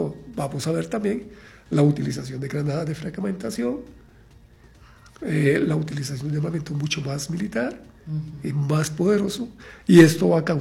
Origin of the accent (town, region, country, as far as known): Costa Rica